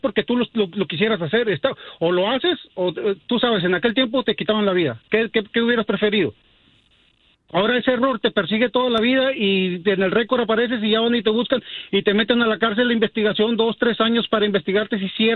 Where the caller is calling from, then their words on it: Mexico; yo soy mexicano, pero mi esposa es del Salvador.